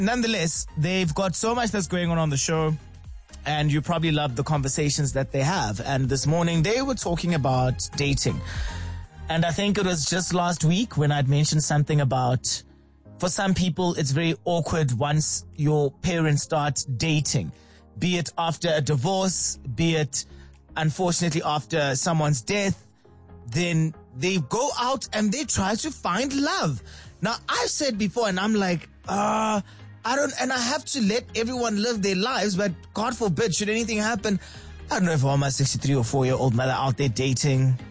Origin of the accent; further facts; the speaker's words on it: Bethlehem, Free State, South Africa; And I watched it, but half the time I didn't know what Leva Hexy was saying, even though I grew up in Bethlehem.